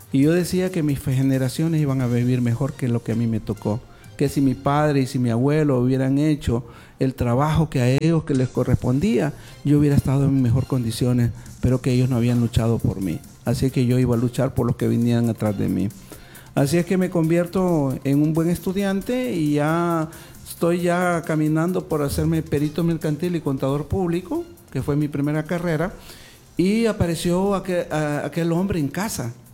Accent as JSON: {"language": "Spanish", "town": "Tegucigalpa", "region": "Francisco Morazán", "country": "Honduras", "tie": "born or raised there", "said": "yo soy nativo de la ciudad de Tegucigalpa, criado ahí en el pavimento"}